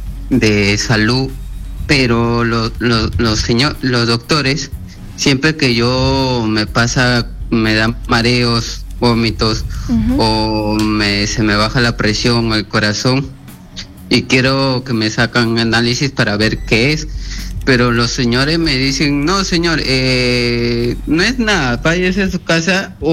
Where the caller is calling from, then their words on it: Callao, Peru; llamo de Callao.